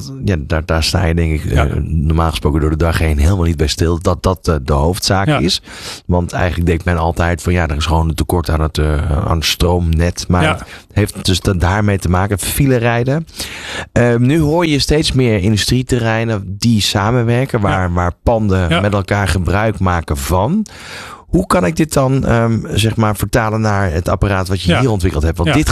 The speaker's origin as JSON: {"language": "Dutch", "country": "Netherlands"}